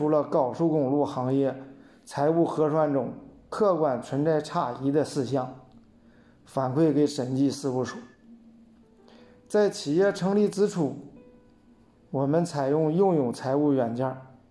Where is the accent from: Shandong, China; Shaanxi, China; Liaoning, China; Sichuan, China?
Liaoning, China; 我出生在辽宁，我的根就在辽宁。